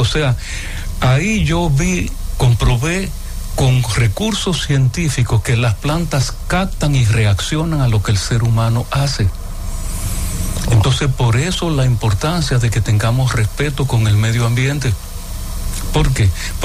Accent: Nagua, María Trinidad Sánchez, Dominican Republic; also born or lived in San Francisco de Macorís; yo nací en San Francisco de Macorís, crecí en Nagua, y mi padre tenía finca.

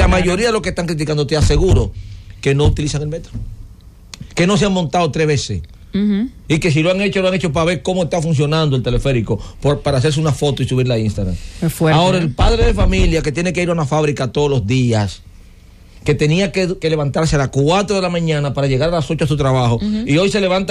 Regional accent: Monte Plata, Dominican Republic; yo soy de Monteplata, lo sabe todo el que me conoce

